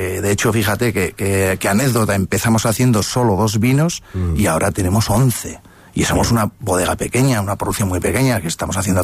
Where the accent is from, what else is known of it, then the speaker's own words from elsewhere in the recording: Arróniz, Navarre, Spain; yo realmente soy de Arroniz